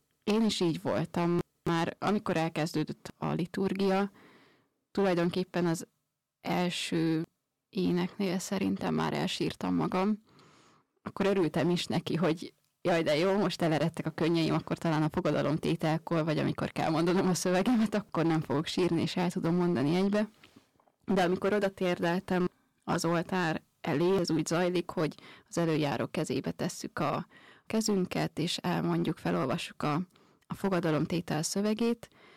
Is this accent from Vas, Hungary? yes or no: yes; Kőszeg, Vas, Hungary; moved away; Kőszegről származom.